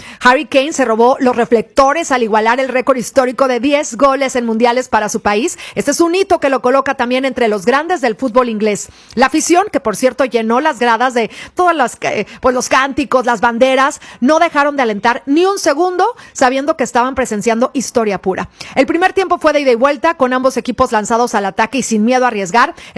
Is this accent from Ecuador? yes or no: no; Mexico; echarle buena vibra como buenos mexicanos y apoyar a nuestra selección